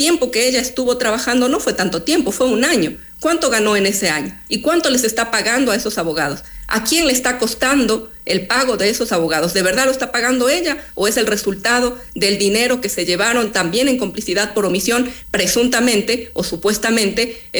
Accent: Ecuador; a nosotros como ecuatorianos nos gustaría saber

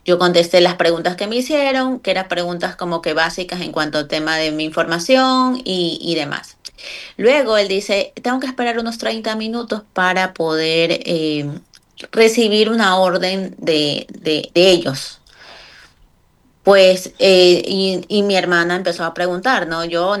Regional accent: Ecuador; mi familia, como buenos ecuatorianos, somos bien acogedores

